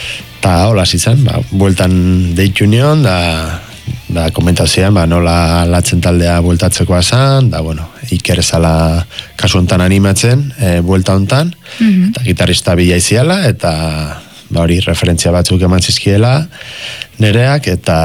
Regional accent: Legazpi, Basque Country, Spain; porque ni Leazpikoa naiz

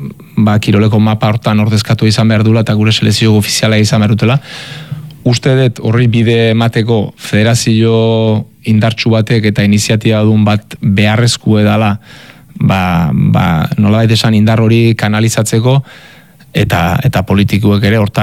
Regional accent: Azpeitia, Basque Country, Spain; eta Azpeitiarra Gipuzkoarra naiz

